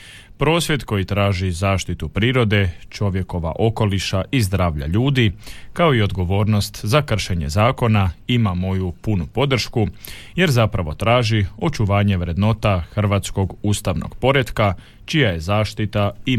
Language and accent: Croatian; Croatia; mi smo Hrvati